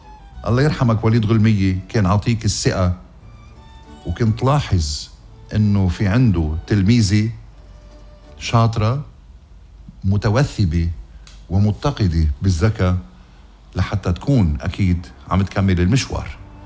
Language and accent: Arabic; Lebanon; نحن كلبنانيه